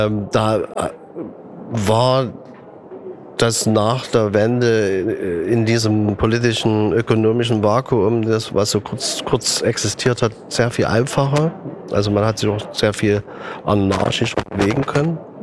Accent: East Germany, Germany; ich bin an der DDR groß geworden.

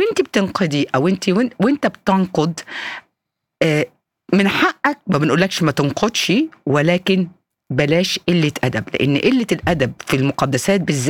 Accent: Egypt; now in Switzerland

